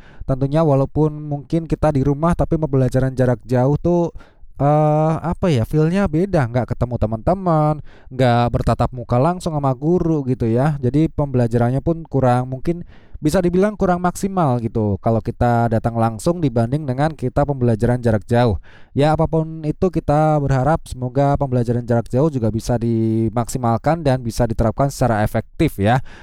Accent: Java, Indonesia; first language Javanese; Indonesian is a second language; Walaupun saya orang Jawa, lancar berbahasa Jawa, tapi karena sering berbahasa Indonesia dan bahasa asing, bahasa Jawa saya itu kadang lupa

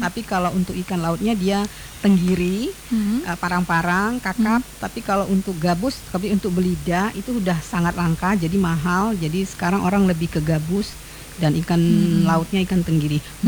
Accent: Palembang, South Sumatra, Indonesia; kalau kita wong Palembang nyebutnya ya

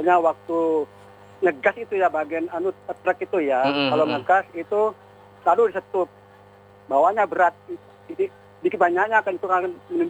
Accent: Galis, East Java, Indonesia; Ini saya aslinya Galis, Bangkalan. Ya, Madura dong.

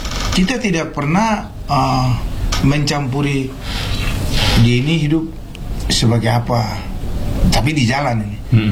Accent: Sorong, Southwest Papua, Indonesia; Tapi kita ini anak-anak yang lahir besar di Sorong, ya. Kota Sorong ini.

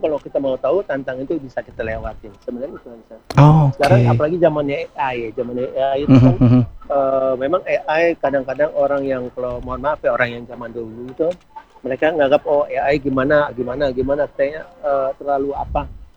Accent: Manado, North Sulawesi, Indonesia; Iya, betul. Kita dari Manado.

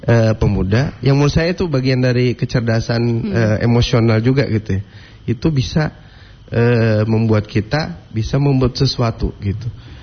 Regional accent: Gorontalo, Indonesia; di daerah saya sendiri kok saya gak bisa menemukan, kalau saya browsing dulu, saya cari-cari, kok ini berita-berita wisata destinasi wisata di Gorontalo tuh nggak ada yang valid

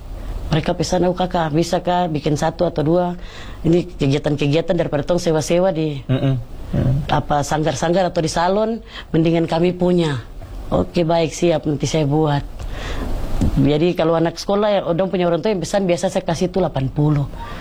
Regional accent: Papua, Indonesia; kami mama-mama nih, mungkin bisa buat hal-hal seperti begini dan tolong jaga ini hasil budaya kami orang Papua.

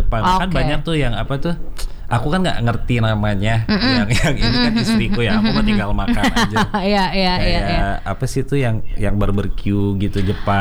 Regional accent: Padang, West Sumatra, Indonesia; aku orang Padang.

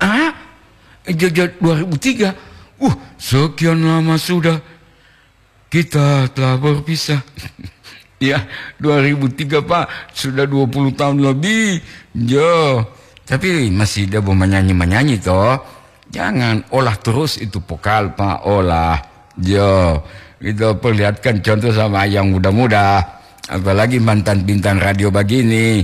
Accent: Gorontalo, Indonesia; Nah, ma walau ti mama seri, saya asli Gorontalo, asli lo, jo.

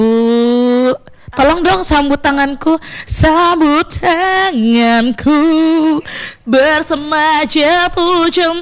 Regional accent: Java, Indonesia; Bukan, aku orang Jawa. Ini Jawa banget ya teman Pro 2.

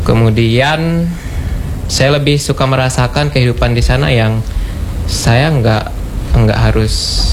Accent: West Kalimantan, Indonesia; secara pribadi saya orang Dayak gitu kan, Dayak Kanayan.

